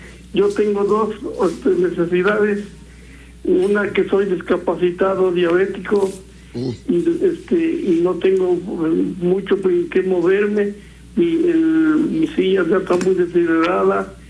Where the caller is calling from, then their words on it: Oriental, Puebla, Mexico; De aquí, de este Guadalupe Miravalles Oriental.